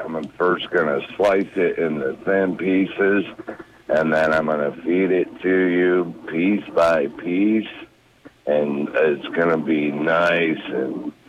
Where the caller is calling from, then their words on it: Buckley, Michigan, United States; from Buckley.